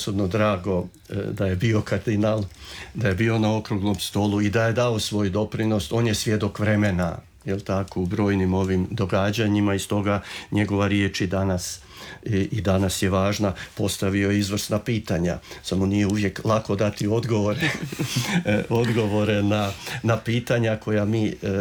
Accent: Croatia

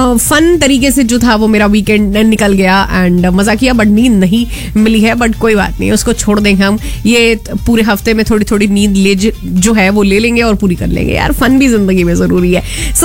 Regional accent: Punjab, India; क्या है कि ठीक है, मैं पंजाबी हूँ, सबको लगता है कि भाई जब ब्रेकफास्ट की बात आती है तो मेरे को हर टाइम आलू के पराठे चाहिए।

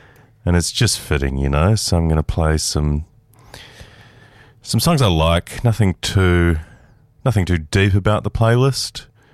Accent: Dunedin, Otago, New Zealand; now in Byron Bay, Australia; Dunedin, my hometown.

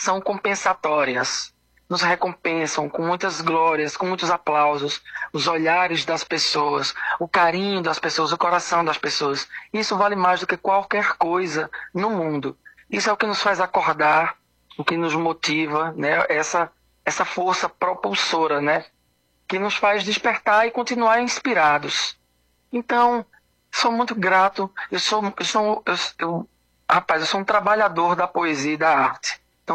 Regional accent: Altinho, Pernambuco, Brazil; e eu em Altinho, nasci em Altinho, né, no interior de Pernambuco.

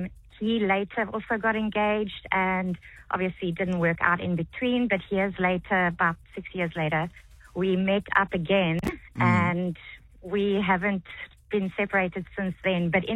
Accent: Eastern Cape, South Africa; Okay, so growing up in our small town, we're from Richmond's River Mouth in the Eastern Cape.

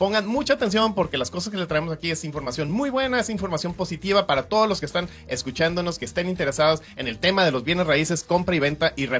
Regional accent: Mexico; now in United States; En mi país, yo vengo de México

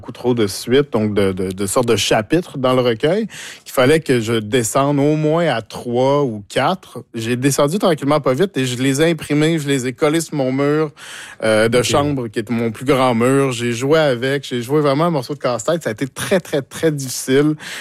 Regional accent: Saint-Claude, Quebec, Canada; moved away as an adult; now in Rimouski, Canada; Mais moi, je viens de Saint-Claude, qui est un village de champs et de forêts.

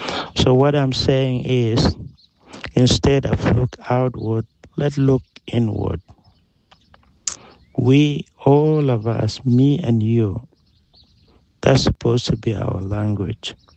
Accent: Wau, Western Bahr el Ghazal, South Sudan; I grew up in Wau.

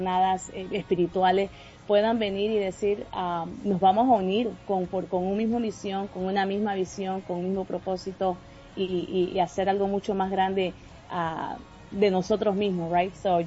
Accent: Bolivia; obviamente mi persona, yo soy de Bolivia

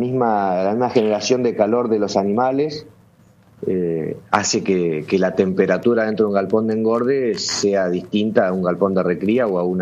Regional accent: Argentina

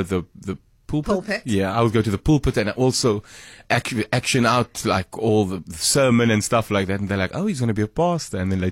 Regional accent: Malmesbury, Western Cape, South Africa; born or raised there

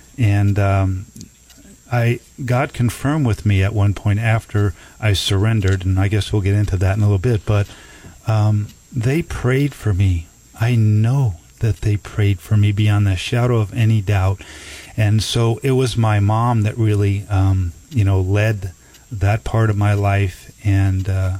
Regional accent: New York, United States; also born or lived in Queens; I was born in Queens, New York, Jackson Heights, as on my birth certificate, but my parents moved to the South Shore of Long Island when I was an infant.

